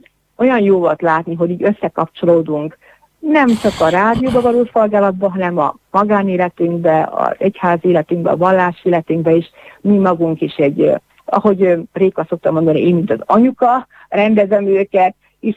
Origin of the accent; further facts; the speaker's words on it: Palić, Vojvodina, Serbia; És én a palicsi templom kertjében, udvarában mond, születtem, ott nőttünk fel